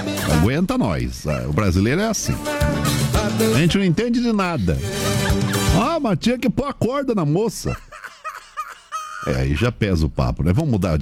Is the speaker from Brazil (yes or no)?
yes; Brazil; a gente é brasileiro.